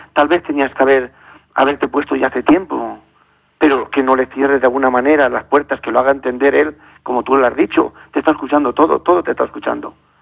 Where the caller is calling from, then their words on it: Barcelona, Catalonia, Spain; Soy de Barcelona.